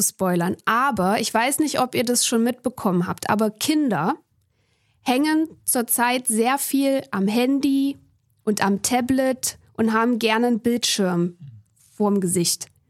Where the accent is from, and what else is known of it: Thuringia, Germany; born there; now in Berlin, Germany